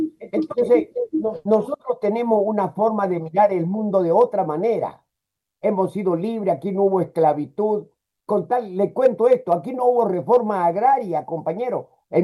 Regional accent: Santa Cruz, Bolivia; Nos tienen un odio a los cruceños.

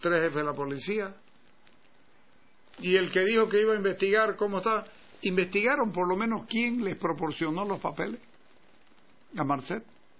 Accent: Santa Cruz, Bolivia; soy cruceño, y no por ser farsante, pero soy cruceño

